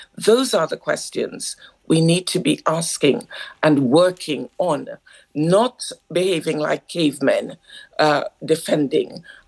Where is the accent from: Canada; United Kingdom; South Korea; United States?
United Kingdom; British people